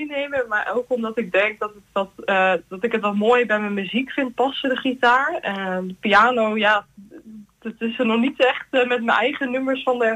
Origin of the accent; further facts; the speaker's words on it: Deventer, Overijssel, Netherlands; ik kom uit Deventer.